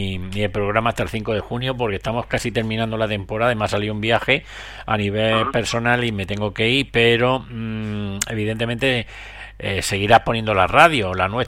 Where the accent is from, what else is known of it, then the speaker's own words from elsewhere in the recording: Region of Murcia, Spain; Entre los murcianos nos entendemos perfectamente.